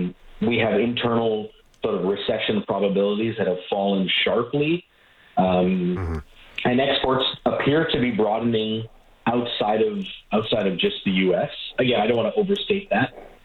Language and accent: English; Edmonton, Alberta, Canada; I'm actually originally from Edmonton